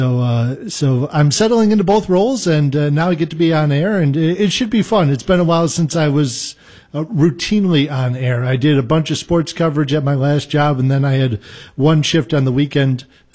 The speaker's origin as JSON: {"language": "English", "town": "Detroit", "region": "Michigan", "country": "United States", "tie": "born or raised there", "also_born_or_lived": "Wisconsin / Minnesota", "moved": "as an adult", "said": "I grew up in Detroit, Michigan."}